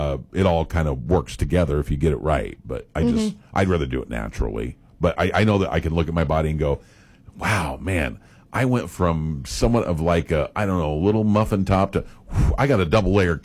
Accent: United States

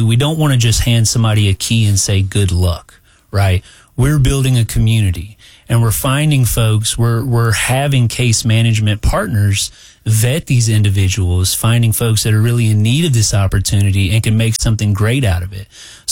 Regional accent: Memphis, Tennessee, United States; I grew up, I was born and raised in Memphis, you know, circled around Midtown, downtown my entire life.

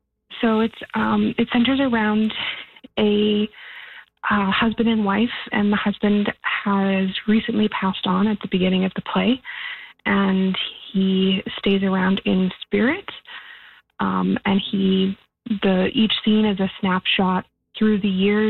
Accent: Prince Rupert, British Columbia, Canada; I was born and raised in Prince Rupert.

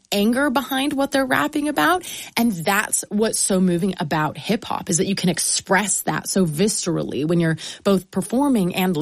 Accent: United States; I grew up in the States, and so 2000s hip-hop was a big part of what I listened to growing up.

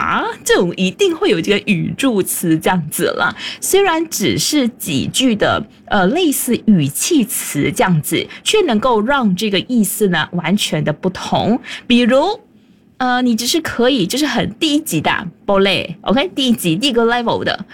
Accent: Malaysia; 我相信呢，这应该也是属于我们马来西亚华人式的这个表达马来语的方式了

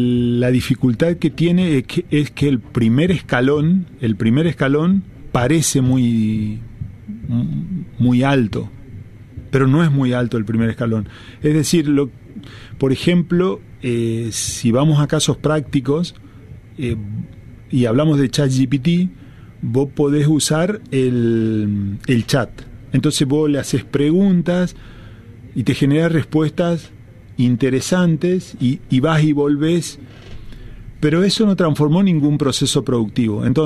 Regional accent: Chaco, Argentina; moved away; porque viajo seguido a mis pagos, soy del interior del Chaco.

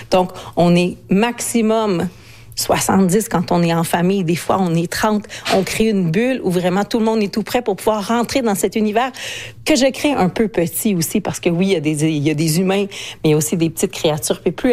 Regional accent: Ontario, Canada; first language French; moi j'ai grandi en Ontario francophone

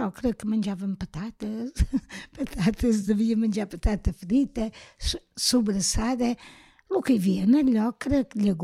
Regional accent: Ferreries, Balearic Islands, Spain; Jo vaig néixer a Ferreries, tot i que nosaltres, bueno, mon pare i ma mare, estaven a un lloc que es deia una foradada, o es diu una foradada, anant cap a migjorn.

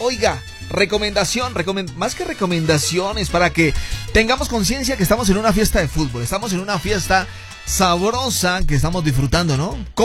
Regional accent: Mexico; Como mexicanos que somos

